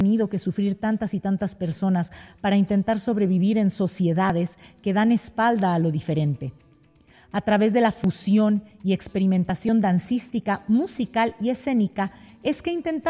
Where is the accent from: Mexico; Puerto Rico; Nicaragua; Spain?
Mexico; Mexico City; Adrián y yo somos de la Ciudad de México.